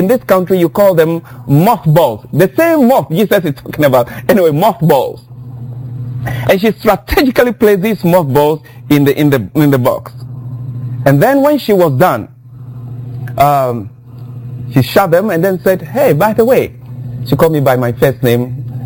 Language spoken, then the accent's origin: English; Ghana; now in United States; I'm from Ghana.